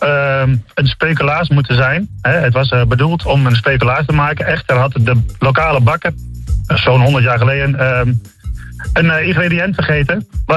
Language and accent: Dutch; Blokzijl, Overijssel, Netherlands; ik kom uit Blokzijl.